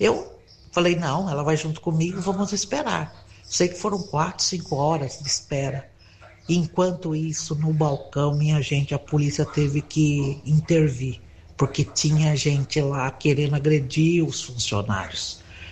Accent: Piracicaba, São Paulo, Brazil; sou de Piracicaba.

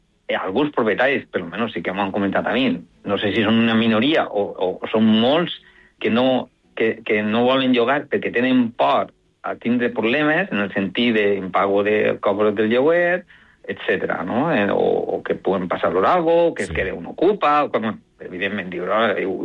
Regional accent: L'Olleria, Valencian Community, Spain; que jo soc d'Olleria

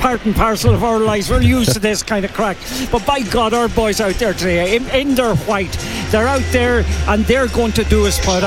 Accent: Mayo, Connacht, Ireland; now in Drogheda area, Ireland

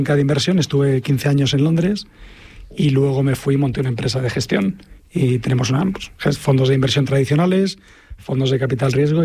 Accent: Madrid, Community of Madrid, Spain; Yo soy de Madrid, pero mi padre era de Badajoz.

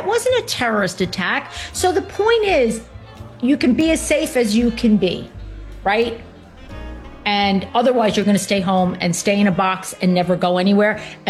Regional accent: United States; especially as an American

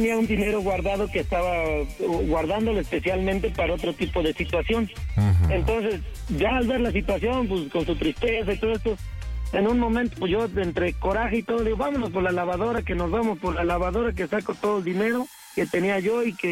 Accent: Acatlán de Osorio, Puebla, Mexico; born there; also born or lived in State of Mexico; now in Ixtapaluca, Mexico; Yo nací aquí en México, ajá, en el estado, pero de niño, pues ya sabes, por las situaciones que pasan entre la familia, me tuve que ir a vivir a Puebla.

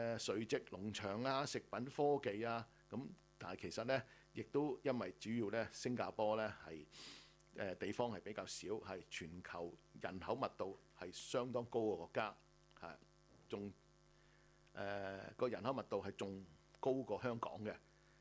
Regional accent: Australia; 呢度值得我哋澳洲人咧自豪啊

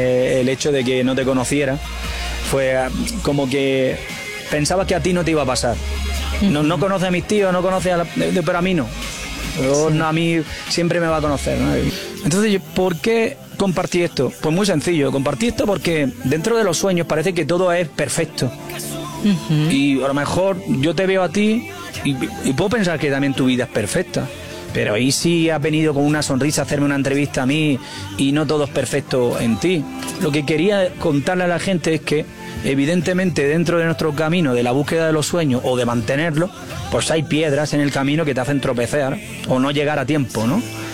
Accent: Almería, Andalusia, Spain; moved away; en mi tierra, en Almería

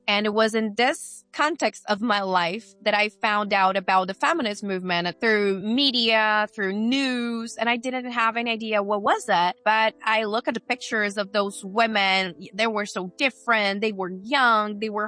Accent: São Paulo, Brazil; born or raised there; now in United States

